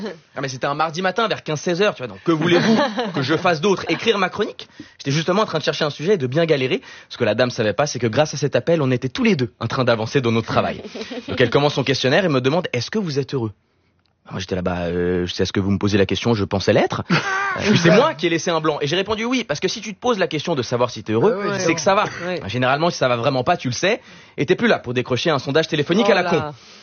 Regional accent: Switzerland; Moi je peux pas, je suis suisse.

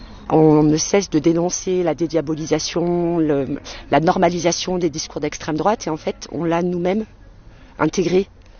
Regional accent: Espaly-Saint-Marcel, Auvergne-Rhône-Alpes, France; born or raised there; now in Le Puy-en-Velay, France

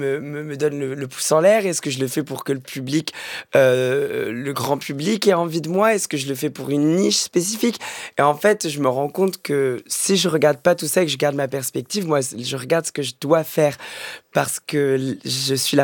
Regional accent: France; on est français, donc ça, c'est quelque chose que je regarde avec un œil amusé

